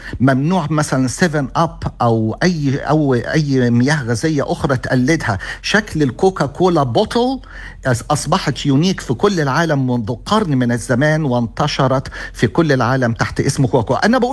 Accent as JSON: {"language": "Arabic", "country": "Egypt", "moved": "as an adult", "lives_now": "Australia", "said": "بما اني مصري اشجع طبعا المنتخب المصري واتمنى له الفوز، وبما اني استرالي منذ 40 عاما"}